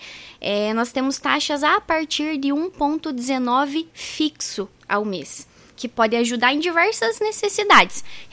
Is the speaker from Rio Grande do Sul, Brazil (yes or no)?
no; Francisco Beltrão, Paraná, Brazil; born there; now in Água Branca, Brazil; Eu sou de Beltrão, nasci ali, sou beltronense. Eu me considero metade beltronense, metade marmeleiro, porque eu moro aqui na Água Branca. Então é metade do caminho